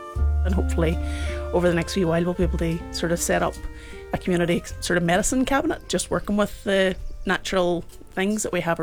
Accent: Ringsend, Northern Ireland, United Kingdom; Over Ringsend, just outside Coleraine. Garva, yeah.

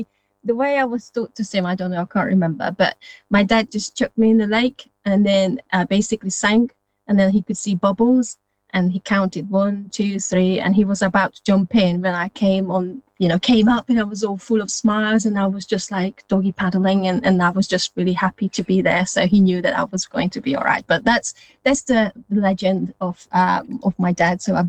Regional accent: Hungary; now in United Kingdom; you can guess I'm not from the UK. So, I grew up in Hungary, communist Hungary, to be specific

